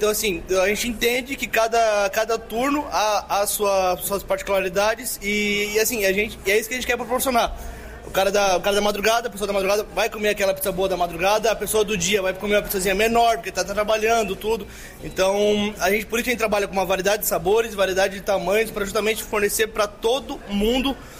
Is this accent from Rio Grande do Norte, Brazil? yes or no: no; Santa Catarina, Brazil; a gente é de Santa Catarina, a gente é uma empresa totalmente familiar, ela começou há 26 anos com meu pai e sua esposa em Santa Catarina